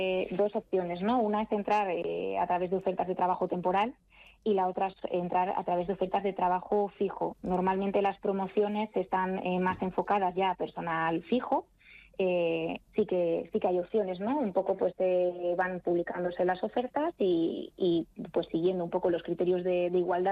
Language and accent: Spanish; León, Castile and León, Spain; Yo siempre en España, porque además yo soy del norte, de León, que me encanta mi ciudad y siempre que puedo vuelvo.